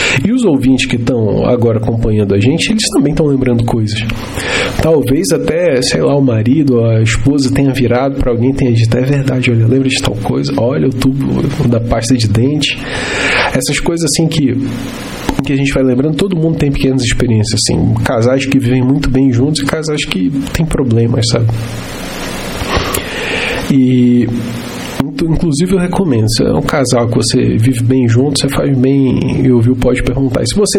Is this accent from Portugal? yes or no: no; Belém, Pará, Brazil; also born or lived in Macapá, Amapá; now in Videira, Brazil; E eu sou nascido e criado na região norte do país. Eu sou nascido em Macapá, fui criado em Belém do Pará.